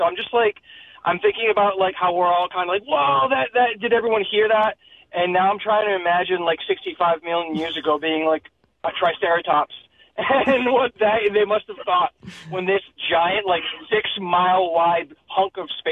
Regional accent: Rhode Island, United States; I'm from Rhode Island

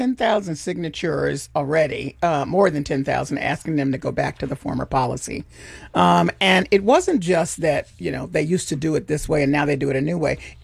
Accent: Memphis, Tennessee, United States; I don't care where it is. I'm from Memphis.

